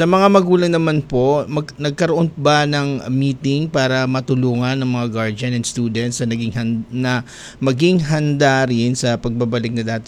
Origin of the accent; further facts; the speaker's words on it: Calabarzon, Philippines; Actually, nagagalak din ako. Ako'y taga Cavite din.